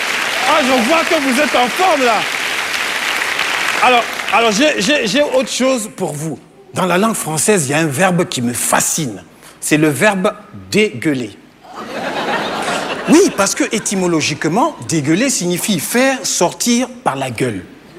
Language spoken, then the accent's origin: French; Niger; now in France; Bon, mais ça n'empêche que même si je suis nigérien, maintenant je me fais beaucoup d'amis en France, hein, tu vois.